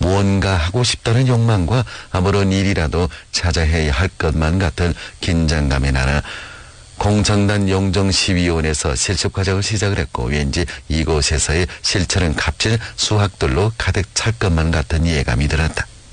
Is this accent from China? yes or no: yes; Yanbian, Jilin, China; 여태까지 잘 아는 척 나는 연면에서 왔으니까 모든 걸 잘 설명할 수 있는 척 하였지만 결국 내가 알고 있는 건 아무것도 없었다. 그만큼 관심이 없었으니까 내 고향 연변의 발전은 내가 이룰 수가 없다고